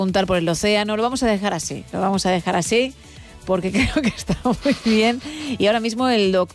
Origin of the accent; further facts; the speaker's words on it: Madrid, Community of Madrid, Spain; born there; No, nací en Madrid.